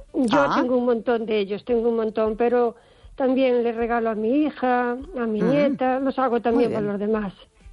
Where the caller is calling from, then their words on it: O Carballiño, Galicia, Spain; de Carballiño.